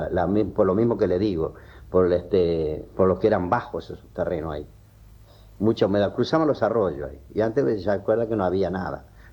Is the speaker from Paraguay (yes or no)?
no; Montevideo, Uruguay; born there